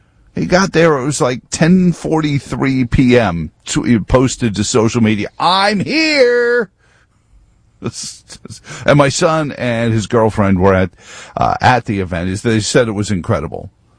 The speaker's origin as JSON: {"language": "English", "region": "New York", "country": "United States", "tie": "born or raised there", "said": "since growing up in New York and John Gotti was in the U.S. attorney's crosshairs all the time."}